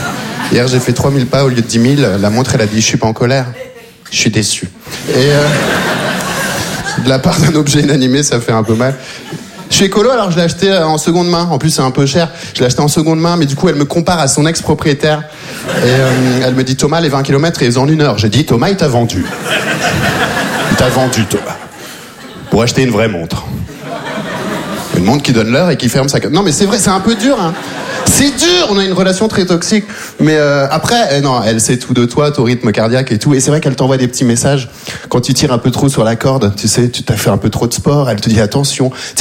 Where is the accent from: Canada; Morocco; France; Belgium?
Belgium; born or raised there